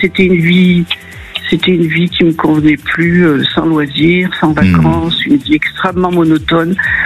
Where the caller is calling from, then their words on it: Auvergne-Rhône-Alpes, France; Je vous appelle de l'Auvergne.